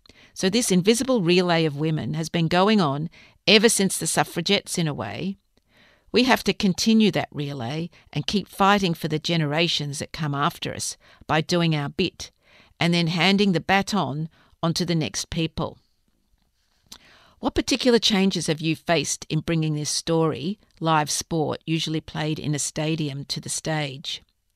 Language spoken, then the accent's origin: English; St Kilda, Victoria, Australia; I grew up in St Kilda in a tiny little weatherboard house. I was an adult when my parents moved out of St Kilda, and it changed massively over those years.